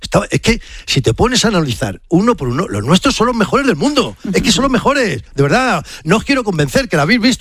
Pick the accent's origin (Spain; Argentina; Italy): Spain; orgullosos de ser español, hombre, que somos españoles.